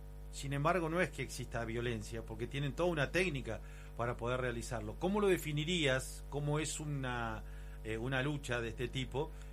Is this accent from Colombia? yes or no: no; Patagonia, Argentina; en la Patagonia decimos siempre estamos lejos de todo